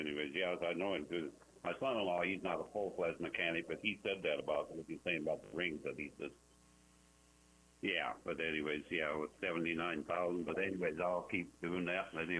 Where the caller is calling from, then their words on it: Nebraska, United States; Menominee, Nebraska.